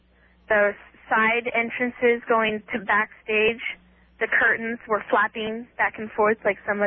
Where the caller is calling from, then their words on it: Redding, California, United States; I'm from Redding, California.